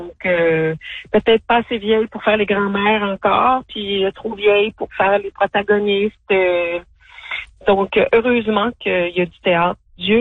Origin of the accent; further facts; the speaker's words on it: Montreal, Quebec, Canada; Moi, j'aime beaucoup Montréal. Je suis vraiment de Montréalaise.